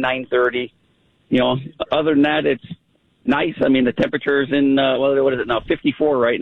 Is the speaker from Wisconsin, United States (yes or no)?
yes; Two Rivers, Wisconsin, United States; born there; I was born in Two Rivers, Wisconsin.